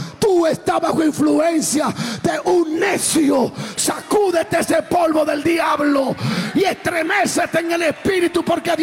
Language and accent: Spanish; Dominican Republic; Yo soy dominicano.